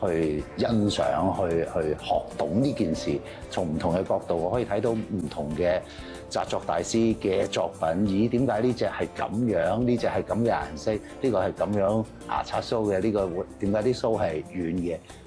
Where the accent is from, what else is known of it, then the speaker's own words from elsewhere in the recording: Hong Kong; 我覺得就作為一個真係本土土生土長香港人